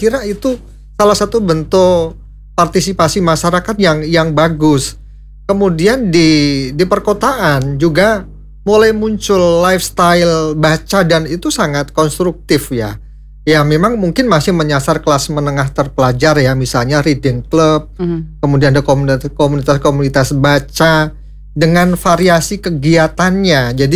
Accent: Jepara, Central Java, Indonesia; moved away; Saya kecil tinggal di desa, tadi saya cerita ke Pak Agus, saya aslinya Jepara.

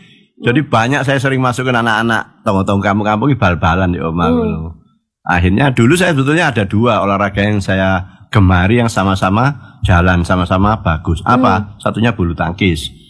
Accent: Surabaya, East Java, Indonesia; Jadi aku arek Ampel, asli arek Surabaya.

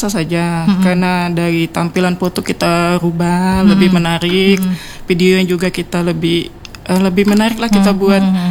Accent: Palembang, South Sumatra, Indonesia; saya ini orang Palembang asli, Mbak.

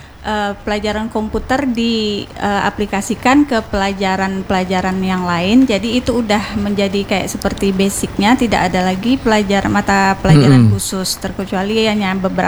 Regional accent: Pekanbaru, Riau, Indonesia; moved away as an adult; also born or lived in Tembilahan; saya kelahiran Pekanbaru

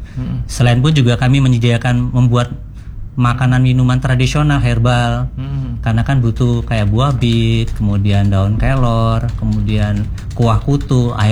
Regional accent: Central Java, Indonesia; now in Surabaya, Indonesia; Ya, dari Jawa Tengah.

